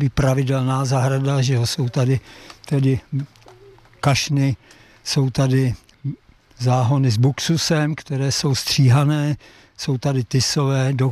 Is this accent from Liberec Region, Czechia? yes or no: yes; Liberec, Liberec Region, Czechia; born there; Já jsem se narodil v Liberci vedle botanické zahr